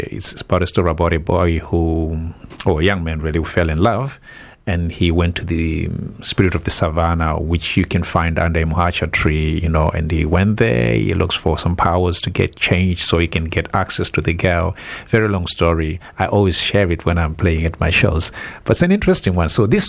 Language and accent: English; Zimbabwe; moved away; I'm from Zimbabwe. So it's a lovely place, you know, the savannah landscape.